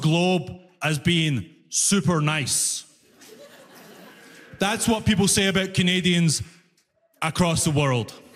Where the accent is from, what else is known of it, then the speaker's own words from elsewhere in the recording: Glasgow, Scotland, United Kingdom; Because that's the thing, I'm from Glasgow, right? If you don't know, Glasgow is the knife crime capital